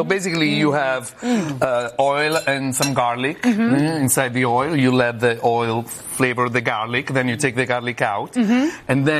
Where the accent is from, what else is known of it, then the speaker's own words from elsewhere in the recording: Prato, Tuscany, Italy; This is cantuccini from Prato, my hometown.